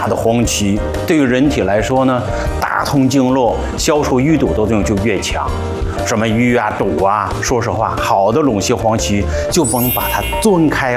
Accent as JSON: {"language": "Chinese", "region": "Shandong", "country": "China", "said": "就我们山东人叫虾地老鼠，"}